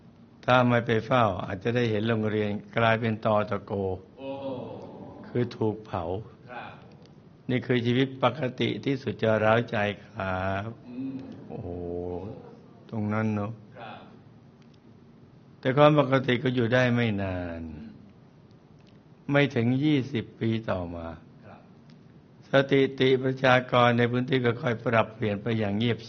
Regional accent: Panare, Pattani, Thailand; ผมโตมาในชุมชนตำบลดอนอายแหล่งท้าย

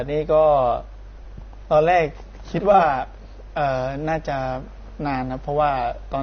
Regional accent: Chachoengsao, Thailand; now in Pathum Thani, Thailand; ปกติบ้านเกิดอยู่ฉะเชิงเทราครับแต่ว่าทีนี้พอผมเข้ามาอยู่วัดได้ประมาณปีหนึ่งสองปีก็ย้ายมาอยู่ปทุมครับย้ายมาอยู่ใกล้วัดเลยคร

